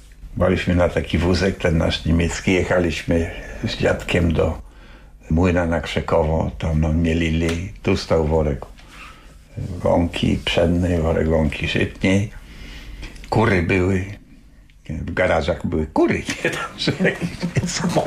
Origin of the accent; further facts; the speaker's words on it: Szczecin, West Pomeranian Voivodeship, Poland; born there; also born or lived in Warsaw (Praga); Myśmy przyjechali tutaj w czerwcu 1946 roku.